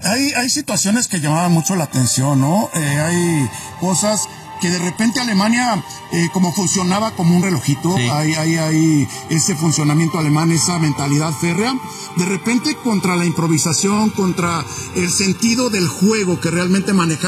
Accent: Mexico; fíjate que para nosotros como mexicanos fue un orgullo.

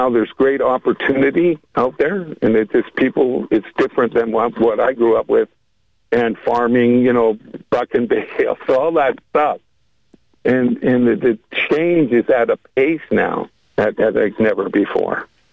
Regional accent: Canada; born there; I'm here in my homeland, the land I was born in that has changed dramatically since I was born

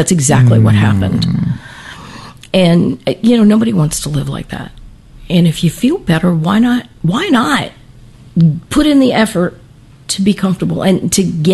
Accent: New Orleans, Louisiana, United States; I grew up in New Orleans.

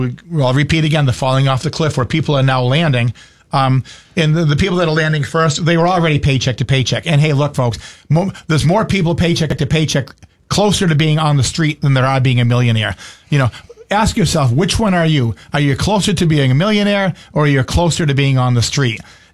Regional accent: Massachusetts, United States; Well, I came from Massachusetts and, you know, I like this tax system better.

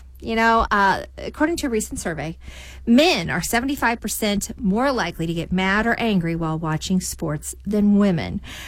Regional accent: St. Louis, Missouri, United States; you know, I was born and raised in St. Louis. And we've lost so many football teams that it's hard for us to have a favorite team anymore

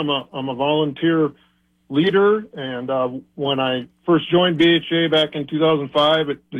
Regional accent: Minnesota, United States; moved away; I joined in 2005 out in Colorado. I'm originally from Minnesota, though.

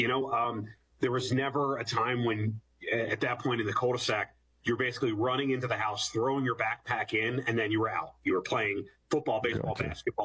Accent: Media, Pennsylvania, United States; So I am from Delco, land in media

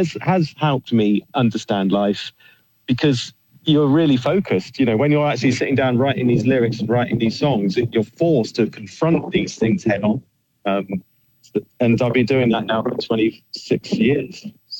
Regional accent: England, United Kingdom; now in London, United Kingdom; as an English artist

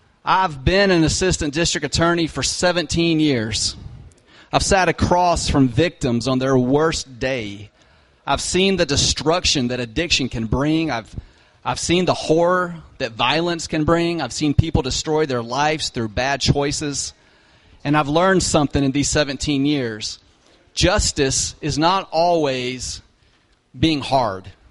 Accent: Pilot Mountain, North Carolina, United States; born or raised there; now in Mount Airy, United States

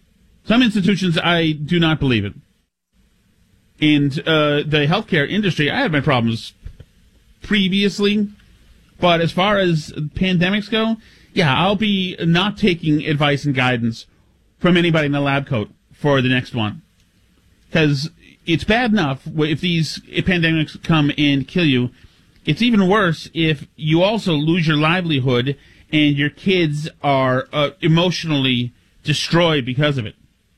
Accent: Winchester, Massachusetts, United States; now in Newburyport, United States; I'm a North Shore guy. I'm from Winchester, and I'm way up here in Jupiter. I'm in Newburyport now.

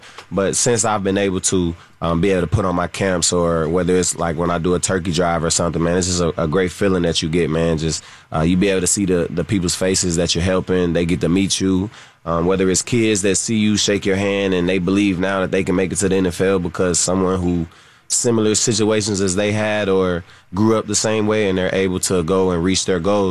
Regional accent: St. Louis, Missouri, United States; So I'm from St. Louis, so I have to be, right?

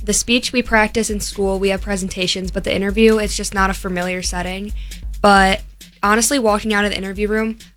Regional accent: Woodstock, Illinois, United States; I'm from Woodstock, Illinois.

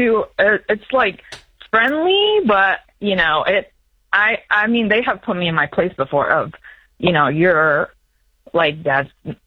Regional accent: United States; I grew up in the States with my mom

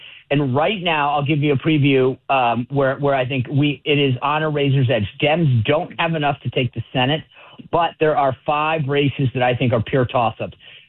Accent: Rhode Island, United States; I'm from Rhode Island

